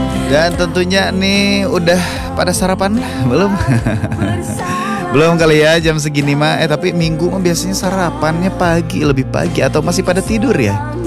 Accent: Bandung, West Java, Indonesia; Sebagai orang Bandung sebagai orang Bandung

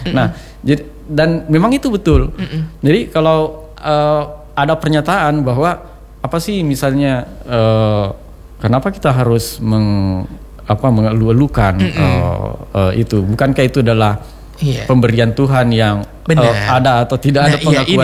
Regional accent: South Sulawesi, Indonesia; Saya pos dari Indonesia. I am from Indonesia, you know. Saya di daerah saya di Sulawesi Selatan, di Maros, di Pangkep

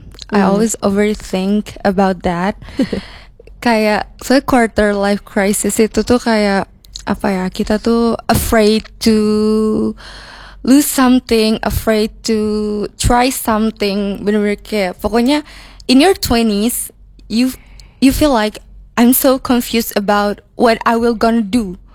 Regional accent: Jakarta, Indonesia; now in Yogyakarta, Indonesia; Actually, I'm from Jakarta.

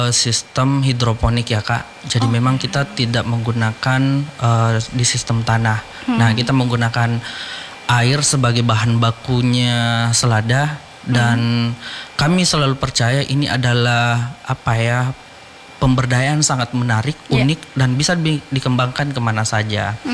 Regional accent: Bulukumba, South Sulawesi, Indonesia; di kampung kami, khususnya di Kabupaten Bulukumba, Kak, itu tepatnya di Desa Bonto Bulaeng, Kecamatan Bulukumba. Nah, di sana terus terang masih banyak, karena kami termasuk desa terpencil ya.

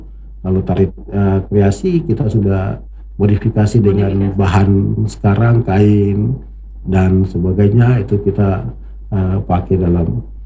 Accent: Papua, Indonesia; inilah saya Papua, Papua ya.

